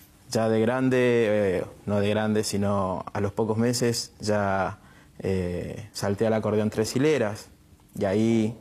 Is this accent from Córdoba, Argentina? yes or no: no; Gregorio de Laferrere, Buenos Aires Province, Argentina; born there; Nací en Buenos Aires, nací en Gregorio Laferrere